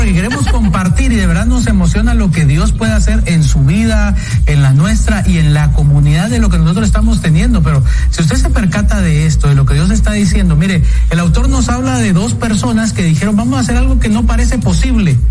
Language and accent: Spanish; Guatemala